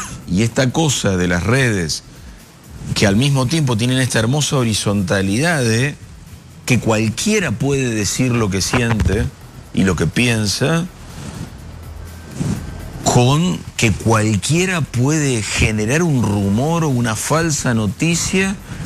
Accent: Argentina; me conviene como argentino

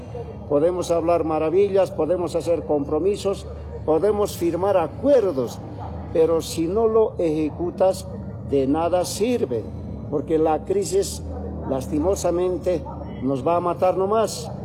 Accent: Bolivia; Nosotros como bolivianos, como campesinos, somos respetuosos

